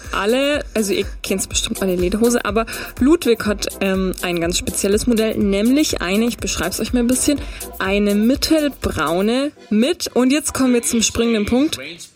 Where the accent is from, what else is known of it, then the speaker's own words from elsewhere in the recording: Nussdorf am Inn, Bavaria, Germany; Da, wo ich herkomme, aus Nussdorf.